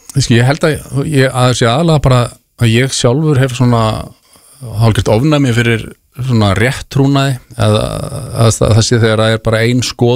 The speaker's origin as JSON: {"language": "Icelandic", "town": "Garðabær", "region": "Capital Region", "country": "Iceland", "tie": "born or raised there", "said": "Við erum bara uppeldisbræður úr Garðabænum. Við erum hérna, báðir fættir þar og uppaldir."}